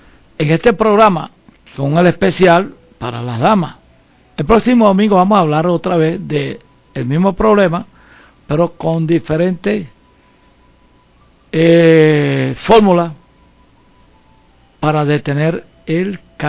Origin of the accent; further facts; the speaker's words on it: Venezuela; born there; also born or lived in Monagas; yo lo digo de boca de jarro, yo nací en el Esequibo.